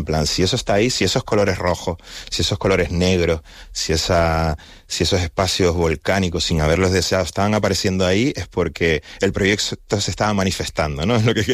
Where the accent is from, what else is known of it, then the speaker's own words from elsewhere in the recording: Canary Islands, Spain; dónde estoy yo en Canarias, dónde está Canarias para mí, quién soy yo como Canarias y cómo ese primer paisaje que vi cuando era niño me marcó de por vida, ¿no?